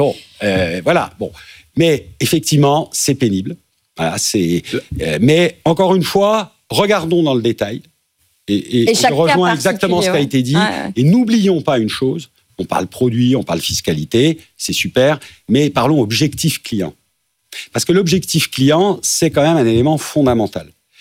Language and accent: French; Nantes, Pays de la Loire, France; Moi, nous, on vient de Nantes.